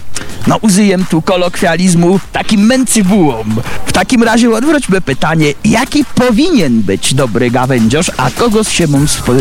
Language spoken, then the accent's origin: Polish; Lesser Poland, Poland; tu u nas na Podhalu